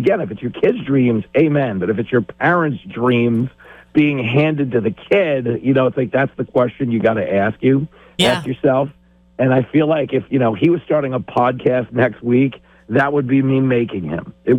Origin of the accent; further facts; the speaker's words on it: New York, United States; because I grew up on Long Island around a lot of dads that probably wanted to play pro baseball.